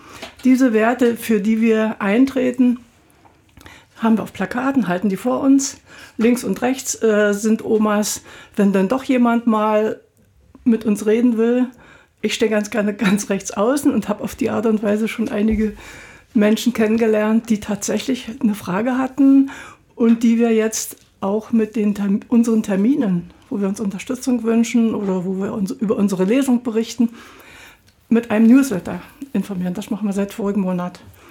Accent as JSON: {"language": "German", "town": "Prenzlau", "region": "Brandenburg", "country": "Germany", "tie": "born there", "said": "Ich bin in Prenzlau geboren. Mein Vater war dort am Gymnasium."}